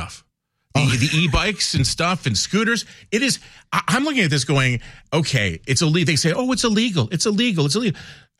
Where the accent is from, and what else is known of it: Toronto, Ontario, Canada; born or raised there